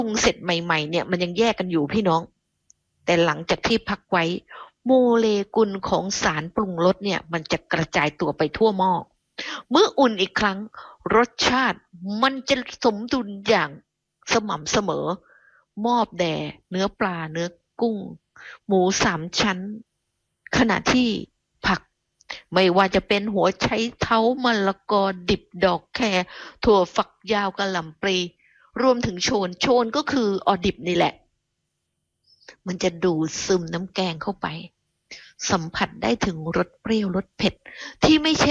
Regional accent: Southern Thailand, Thailand; เราเด็กใต้

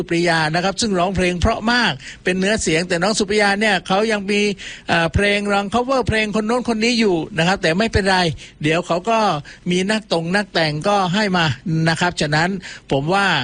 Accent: Ko Samui, Surat Thani, Thailand; เพราะผมเป็นคนเกาะสมุย

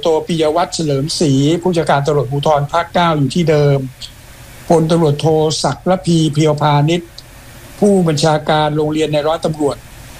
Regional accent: Surin, Thailand; accent: Surin accent; สำเนียงไงสุรินทร์

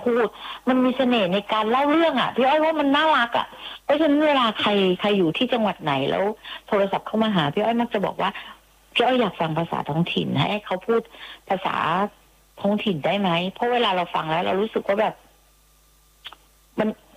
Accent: Southern Thailand, Thailand; เพราะว่าตัว … เป็นคนใต้เนี่ย … ก็พูดออกทองแดงเพราะว่า … ไม่ได้อยู่ใต้ตลอดเวลา

